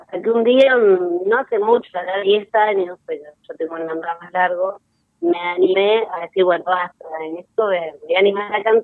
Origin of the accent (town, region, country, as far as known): Buenos Aires, Argentina